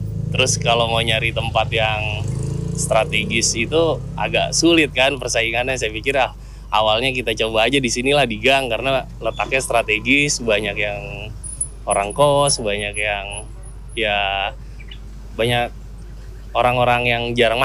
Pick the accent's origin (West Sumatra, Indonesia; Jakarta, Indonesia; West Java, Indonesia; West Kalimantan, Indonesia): Jakarta, Indonesia; Mangga Besar; saya kembali lagi karena lahir dan besar di Mangga Besar.